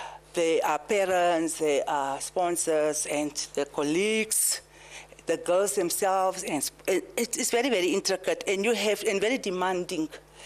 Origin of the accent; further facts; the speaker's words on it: Namibia; accent: Afrikaans and Herero; English is a second language; also born or lived in New York City, United States; I already came with my Afrikaans and Herero accent, mother tongue interference.